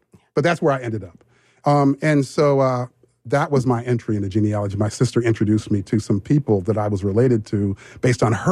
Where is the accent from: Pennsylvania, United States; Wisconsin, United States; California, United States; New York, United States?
California, United States; San Diego; I grew up in San Diego, California, and in the 70s.